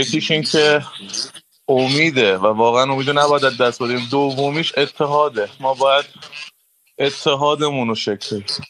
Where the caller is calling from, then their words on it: Iran; ما هممون ایرانیم از هر قومی.